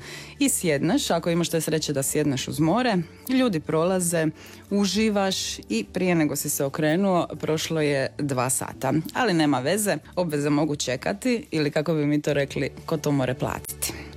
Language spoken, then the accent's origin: Croatian; Zadar, Zadar County, Croatia; moved away as an adult; now in Zagreb County, Croatia; Ja sam Dalmatinka iz Zadra, koja već 3 mjeseca živi u Zagrebačkoj županiji, a radi u Zagrebu